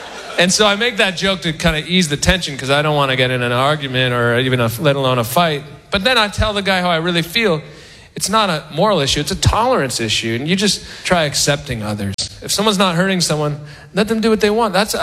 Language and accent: English; California, United States; I'm from the San Francisco Bay Area, which I don't know if you've been out there, but it's a nice place.